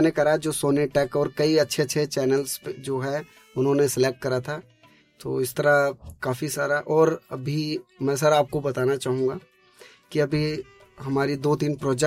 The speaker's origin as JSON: {"language": "Hindi", "region": "Uttar Pradesh", "country": "India", "said": "मैं ज्यादातर जैसे यूपी से बिलोंग कर"}